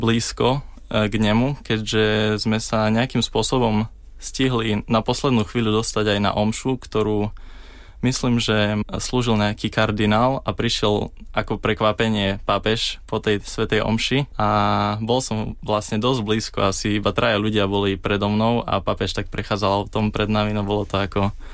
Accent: Michalovce, Košice Region, Slovakia; moved away as an adult; now in Košice, Slovakia; Pochádzam z Michaloviec, študujem v Košiciach aktuálne, mám 20 rokov, 21 teda, teraz som mal v júni, ešte som si nezvykol hovoriť o tom veku, takže 21

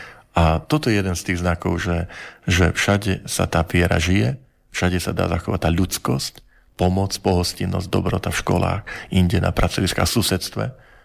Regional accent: Žilina Region, Slovakia; ja som z Horavy

